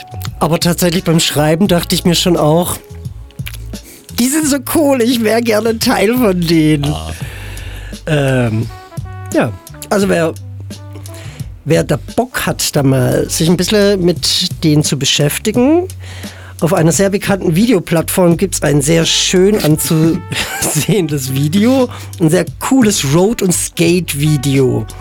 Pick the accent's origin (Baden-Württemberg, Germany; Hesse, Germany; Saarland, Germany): Baden-Württemberg, Germany; Mannheim; Ich bin aus Mannheim, wurde zurückgezogen.